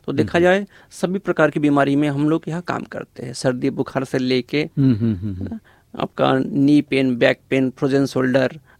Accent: Kolkata, West Bengal, India; मैं एक्चुअली कलकत्ता से बिलोंग करता हूँ मैं

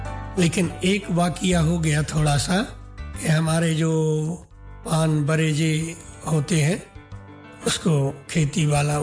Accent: Madhya Pradesh, India; हमारे गाँव में केवल 8वीं क्लास तक स्कूल है, अब तो बन गया है, ग्रेजुएशन हो गया जी। तो हम करीब 10 किलोमीटर दूर है, हमारा बिजावर तहसील पड़ता है

